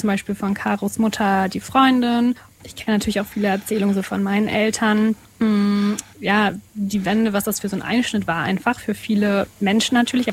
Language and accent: German; Cottbus, Brandenburg, Germany; moved away as an adult; also born or lived in Erfurt / Kiel; now in Berlin, Germany; Ich komme aus Cottbus. Ursprünglich.